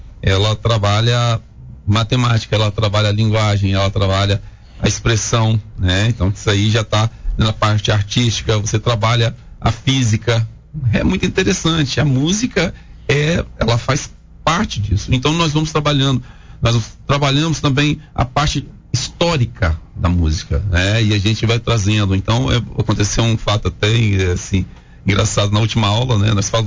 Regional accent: Paraná, Brazil; born there; moved away; also born or lived in Espírito Santo; eu nasci no interior do Paraná, nós éramos da Boia Fria.

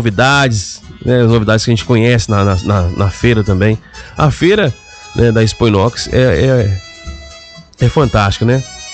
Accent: Caratinga, Minas Gerais, Brazil; now in Vale do Aço, Brazil; Eu sou natural da cidade de Caratinga e lá, ali faz frio, gente. Ali faz frio. E quando eu mudei pra cá, eu nunca tinha sentido frio.

